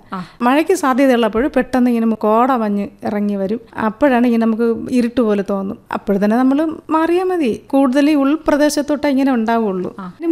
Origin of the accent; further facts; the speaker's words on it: Meenankal, Kerala, India; കാട്ടിലാണ് ജനിച്ചതും വളർന്നതും എല്ലാം കാട്ടിലാണ്. അഗസ്ത്യരൂപത്തിന്റെ താഴ്വരയിലാണ് പേപ്പാറ സ്ഥിതി ചെയ്യണം. അവിടെയുള്ള ഒരു വനത്തിലാണ് എന്റെ വീട്. മീനങ്കൽ പന്നിക്കുഴി എന്ന സ്ഥലത്താണ്.